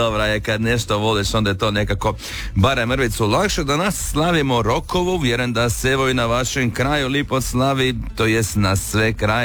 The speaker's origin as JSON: {"language": "Croatian", "region": "Istria County", "country": "Croatia", "said": "Tu su kod nas u Istri"}